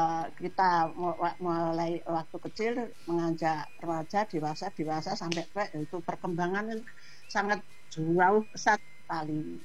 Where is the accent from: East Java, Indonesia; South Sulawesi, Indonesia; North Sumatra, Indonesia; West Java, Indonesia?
East Java, Indonesia; Plaosan; Di daerah saya di pelausan itu nggak ada telegram, lari ke Magetan.